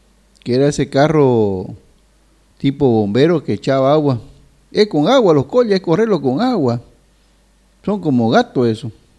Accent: Bolivia; los cambas sean presidentes, de que los cambas no decidan presidente, porque somos su coco

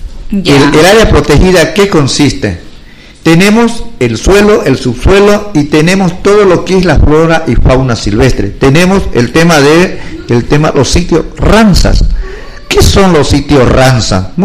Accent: Bolivia; los derechos que tenemos los pueblos indígenas, porque también somos seres humanos y somos bolivianos.

